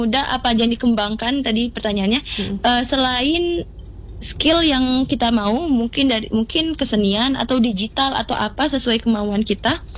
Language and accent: Indonesian; Bengkulu, Indonesia; now in Lampung, Indonesia; Kalau saya dari Bengkulu.